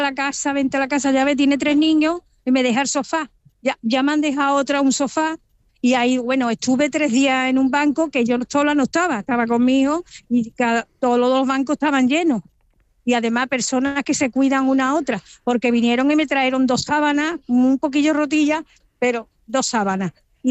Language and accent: Spanish; Málaga, Andalusia, Spain; Si Málaga era maravillosa, soy una malagueña de pura cepa. Y de Málaga era un encanto.